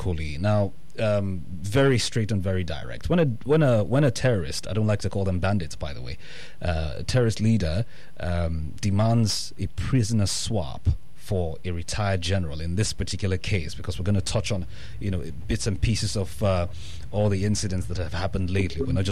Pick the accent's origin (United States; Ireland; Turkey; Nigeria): Nigeria